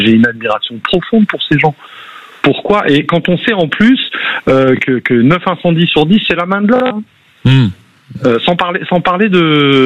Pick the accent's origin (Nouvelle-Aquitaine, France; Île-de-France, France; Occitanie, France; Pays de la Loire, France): Nouvelle-Aquitaine, France; Bordeaux; Bah moi je suis bordelais, je peux vous dire déjà que hier il y avait une espèce de brume dans Bordeaux